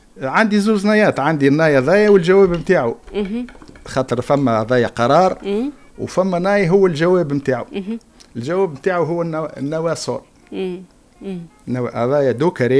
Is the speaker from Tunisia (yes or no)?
yes; Sbeitla, Kasserine Governorate, Tunisia; now in Tunis, Tunisia; في مدينتي سبيطلة